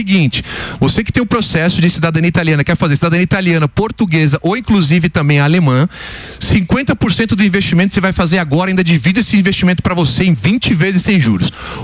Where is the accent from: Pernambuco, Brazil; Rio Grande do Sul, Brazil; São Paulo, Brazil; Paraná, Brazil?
São Paulo, Brazil; Eu sou da região do Morumbi, eu, minha esposa, meus filhos não conseguem ir num shopping sozinho, né?